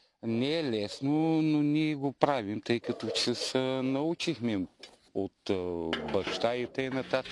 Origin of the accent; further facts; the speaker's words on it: Dragoevo, Shumen Province, Bulgaria; now in Stara Zagora, Bulgaria; От Стара Загора съм, но съм на времето съм живял тук в Драгоево. Съм израснал и зато и си поддържам тук района.